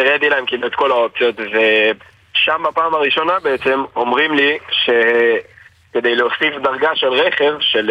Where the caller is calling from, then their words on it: Alumim, Southern District, Israel; אני קיבוצניק מקיבוץ אלומים.